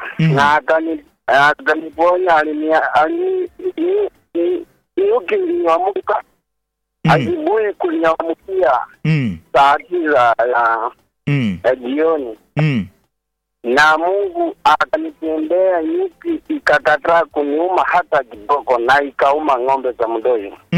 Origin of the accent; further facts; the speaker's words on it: Uganda; now in Kangundo, Kenya; kutoka, anaishi huko Kangundo na ninatoka Uganda.